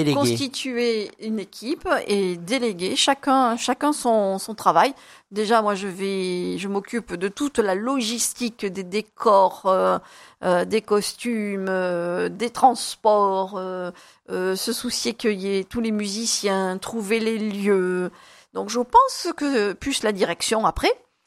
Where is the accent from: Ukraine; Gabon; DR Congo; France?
France; Caromb, Provence-Alpes-Côte d'Azur; Et en plus, c'est un ami qui habite Caron, puisque moi, je suis d'origine de Caron.